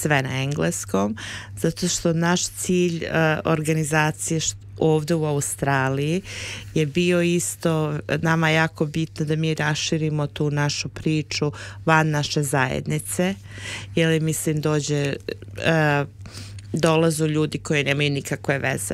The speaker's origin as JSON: {"language": "Serbian", "country": "Serbia", "said": "ali u isto vrijeme ima deo, mi smo Srbi"}